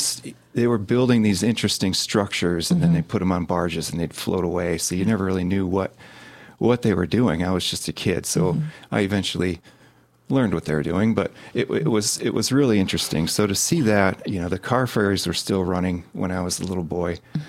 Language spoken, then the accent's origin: English; Frankfort, Michigan, United States; also born or lived in Traverse City, Michigan; I was actually born in Traverse City, but raised in Frankfort. I grew up here, went to Frankfort High School. And but my family is all from here.